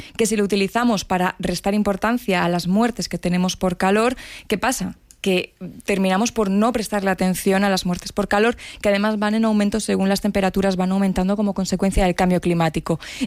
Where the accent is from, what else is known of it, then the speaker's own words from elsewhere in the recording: Extremadura, Spain; las típicas casas que tenemos en mi pueblo, que mi pueblo está en Extremadura